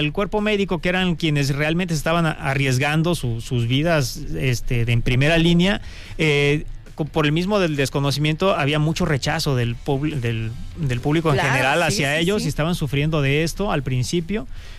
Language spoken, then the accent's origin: Spanish; Coyuquilla Norte, Guerrero, Mexico; Y fue en mi pueblo, Coyuquilla Norte, un pueblo hermosísimo en la Costa Grande, okay, aquí del estado de Guerrero, perteneciente al municipio de Petotlán